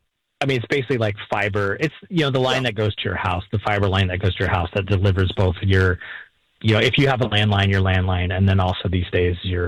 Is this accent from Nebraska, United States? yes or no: no; Alaska, United States; born there; I was born in Alaska, and I went to school, like a college up in Fairbanks, Alaska.